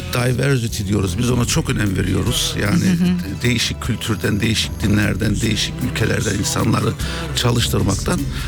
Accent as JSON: {"language": "Turkish", "region": "Hamburg", "country": "Germany", "tie": "born there", "also_born_or_lived": "Celle", "first_language": "German", "second_language": "Turkish", "said": "ben Hamburg'a geldiğimde 5 yaşındaydım."}